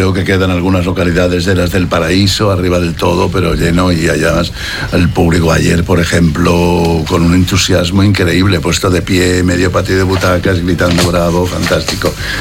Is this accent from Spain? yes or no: yes; Catalonia, Spain; moved away; also born or lived in Madrid / Barcelona; Yo las hago únicamente al idioma que más domino, aún siendo catalán, pero me expreso mucho mejor en el castellano. Pero entre otras cosas porque he vivido en Madrid mucho más tiempo que en Barcelona.